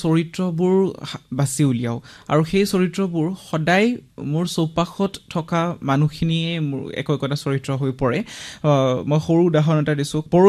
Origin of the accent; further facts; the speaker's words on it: Punia, Assam, India; মোৰ জন্ম হৈছিল তামোলপুৰ জিলাৰ পুনিয়া নামৰ এখনি অকণমানি সৰু সেউজীয়া গাঁও। মই হাইস্কুল শিক্ষান্ত পৰীক্ষালৈকে সেইখন গাঁৱতে থাকি ডাঙৰ দীঘল হ'লোঁ